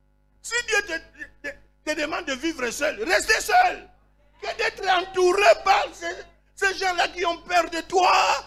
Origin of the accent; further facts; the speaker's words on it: Kinshasa, DR Congo; Aujourd'hui, chez nous, à Kinshasa, moi je suis de Kinshasa